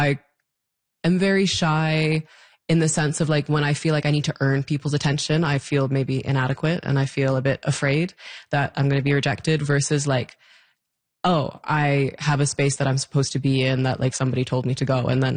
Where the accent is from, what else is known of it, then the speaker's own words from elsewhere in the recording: Newfoundland and Labrador, Canada; born there; I was born in Newfoundland.